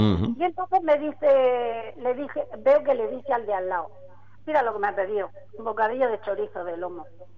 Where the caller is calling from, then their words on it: Region of Murcia, Spain; los murcianos somos únicos.